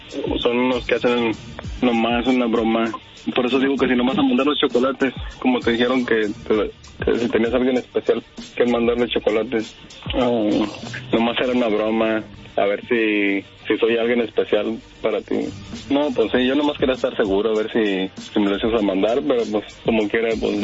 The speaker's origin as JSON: {"language": "Spanish", "town": "Torreón", "region": "Coahuila", "country": "Mexico", "said": "miré que era de Torreón y pues yo también soy de Torreón, de allá mismo"}